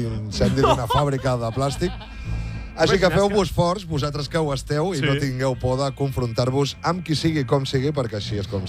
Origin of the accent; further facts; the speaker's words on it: Molins de Rei, Catalonia, Spain; jo sóc de Molins de Rei i no tenim ni molins ni rei